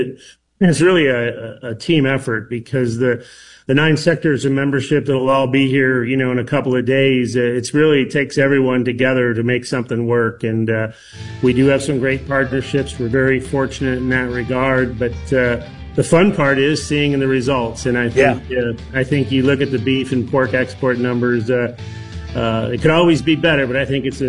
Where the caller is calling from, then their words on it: Oklahoma City, Oklahoma, United States; Yeah, we are in, we are calling you from Oklahoma City today.